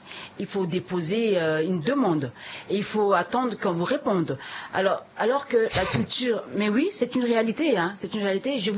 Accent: Central African Republic; chez nous. Vous savez, en RCA

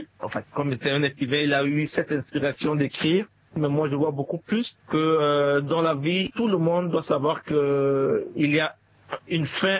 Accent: Central African Republic; nous venons de la République centrafricaine.

